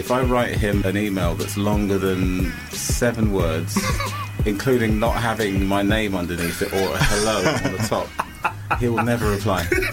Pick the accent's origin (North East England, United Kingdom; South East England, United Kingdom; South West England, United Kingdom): South West England, United Kingdom; Isles of Scilly; moved away; I'm originally from Scilly Isles.